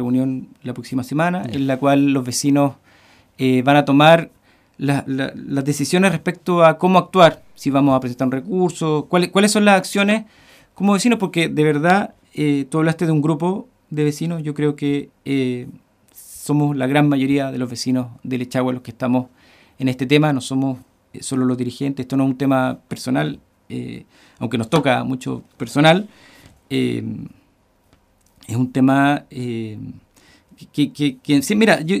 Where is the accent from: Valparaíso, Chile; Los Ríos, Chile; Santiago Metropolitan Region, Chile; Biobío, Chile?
Santiago Metropolitan Region, Chile; Santiago; born there; now in Chiloé, Chile; yo nací en Santiago, pero siempre he sido, mi corazón está acá. De hecho, mi vida la he desarrollado acá